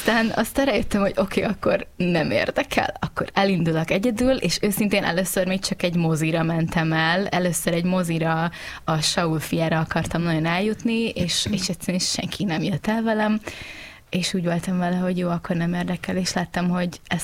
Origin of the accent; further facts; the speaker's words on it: Győr, Győr-Moson-Sopron, Hungary; moved away as an adult; also born or lived in Pécs; én Győrmellől származom, és a családom azóta is ott él, és a középiskola után Pécsre mentem tanulni.